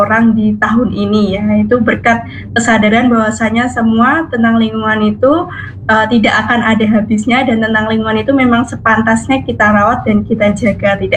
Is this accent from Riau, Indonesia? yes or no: no; Sragen, Central Java, Indonesia; Ya, sebelumnya perkenalkan … asal saya dari Kabupaten Sragen